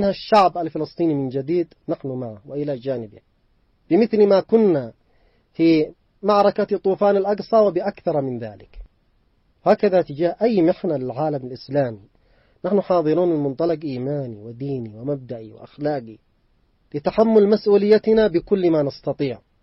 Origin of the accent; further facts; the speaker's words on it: Yemen; بالنسبة لنا نحن كشعب يمني